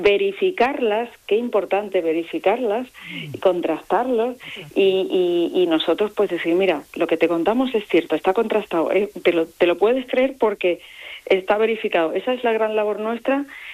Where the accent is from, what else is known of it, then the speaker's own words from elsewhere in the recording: Cádiz, Andalusia, Spain; now in Madrid, Spain; yo soy de Cádiz, de un sitio que está al